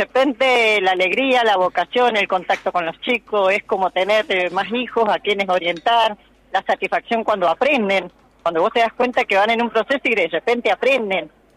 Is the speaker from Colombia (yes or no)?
no; San Carlos, Mendoza, Argentina; born there; yo nací en San Carlos.